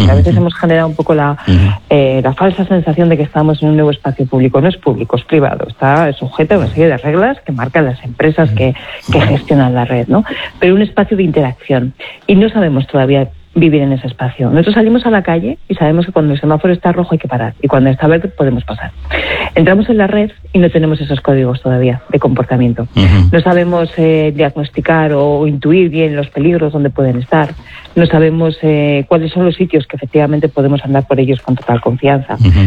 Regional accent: Aragon, Spain; yo soy aragonesa, en el Pirineo muchos valles fueron anegados

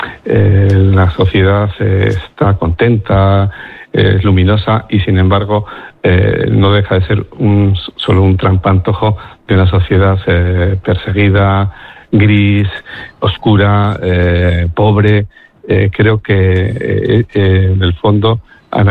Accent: Bilbao, Basque Country, Spain; born or raised there; also born or lived in Mexico

